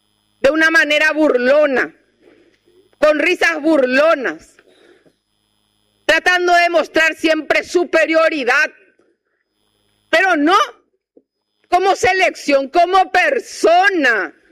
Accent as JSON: {"language": "Spanish", "country": "Paraguay", "said": "somos los paraguayos"}